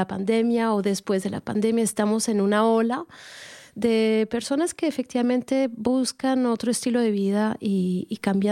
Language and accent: Spanish; Colombia; Afortunadamente también he podido viajar un poquito en Colombia porque soy colombiana.